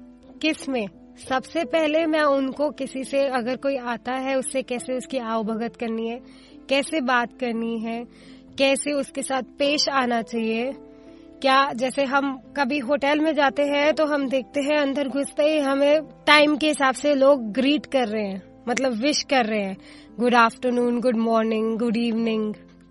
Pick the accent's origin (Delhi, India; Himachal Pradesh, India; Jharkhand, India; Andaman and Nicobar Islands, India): Delhi, India; दिल्ली की ही रहने वाली हूँ।